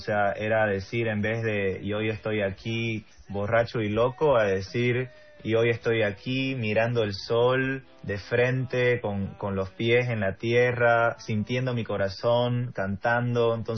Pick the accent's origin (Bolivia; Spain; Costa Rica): Bolivia; creo que como bolivianos también nos hemos bajoneado demasiado por mucho tiempo.